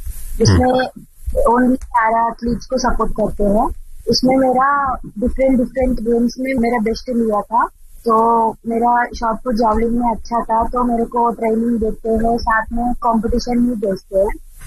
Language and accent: Hindi; Andhra Pradesh, India; मैं आंध्र प्रदेश से हूं